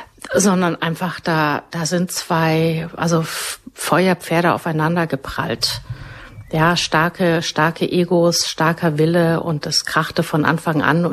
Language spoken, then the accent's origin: German; Bavaria, Germany; born there